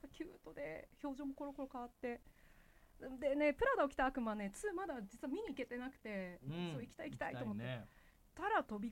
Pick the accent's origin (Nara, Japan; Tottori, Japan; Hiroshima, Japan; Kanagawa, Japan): Tottori, Japan; Sakaiminato; 私の地元境港からこう米子にね向かってサイクリングコースあるんですよ。